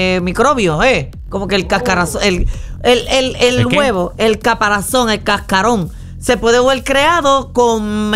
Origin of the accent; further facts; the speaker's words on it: Salinas, Puerto Rico; also born or lived in Guayama; soy de Salinas porque me crié en Salinas.